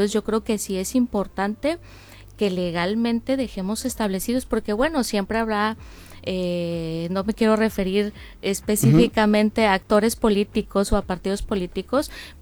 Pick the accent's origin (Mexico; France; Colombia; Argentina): Mexico; Nosotros como mexicanos